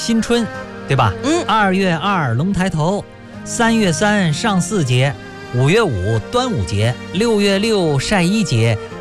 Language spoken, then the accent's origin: Chinese; China; 我们中国人